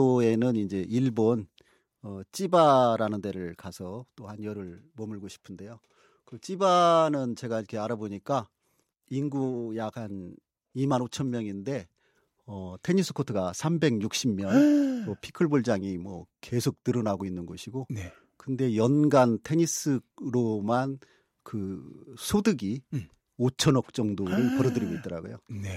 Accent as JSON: {"language": "Korean", "town": "Wanju", "region": "North Jeolla", "country": "South Korea", "tie": "born or raised there"}